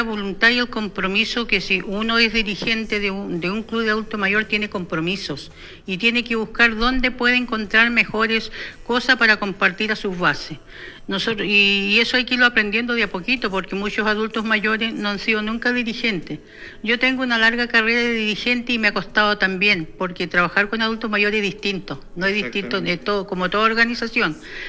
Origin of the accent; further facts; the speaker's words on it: Aysén, Chile; Y aquí no solamente somos de Aysén